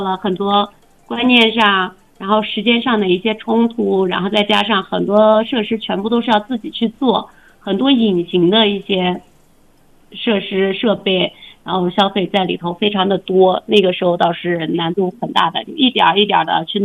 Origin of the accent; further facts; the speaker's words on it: Xinjiang, China; moved away as an adult; now in Ili, China; 我是嫁到伊犁来的，我本身不是这个地方土生土长的人，然后我们家属于南疆，它是更多的是人文风情以及沙漠戈壁这样的景观，以及雅丹地貌呀这些的，比较大开大合。